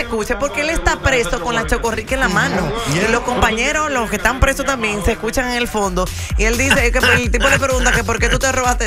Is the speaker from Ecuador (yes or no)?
no; Dominican Republic; born there; Ese ladrón es hasta donde, de mi pueblo, donde yo nací.